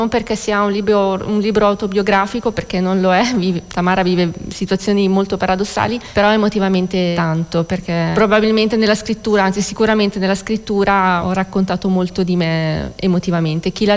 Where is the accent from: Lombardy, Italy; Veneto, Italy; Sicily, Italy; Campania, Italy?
Lombardy, Italy; Gallarate; Galarate, in provincia di Varese.